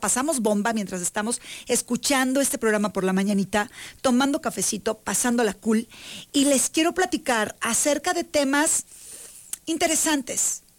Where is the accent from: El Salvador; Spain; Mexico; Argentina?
Mexico; También nosotros somos mexicanos, aunque nacimos cerca de esa cultura híbrida que tenemos de tocho morocho